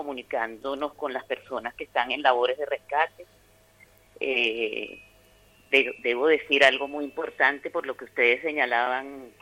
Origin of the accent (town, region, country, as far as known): Venezuela; now in Granadilla de Abona, Spain